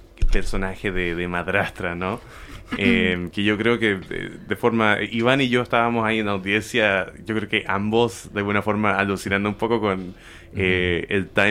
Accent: Chile; born or raised there; moved away

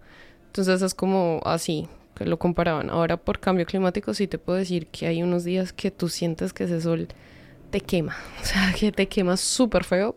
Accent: Colombia; Colombia, pues estamos en la línea de Ecuador. Uh-huh. Eso hace que no tengamos estaciones. Lo que pasa en mi país es que tenemos son pisos climáticos.

